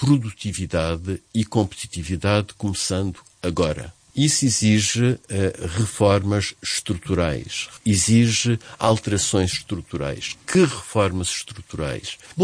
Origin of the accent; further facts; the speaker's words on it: Portugal; sendo nós portugueses